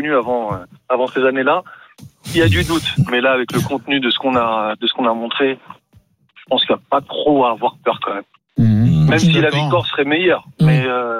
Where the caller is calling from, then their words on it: Paris, Île-de-France, France; donc non, je suis parisien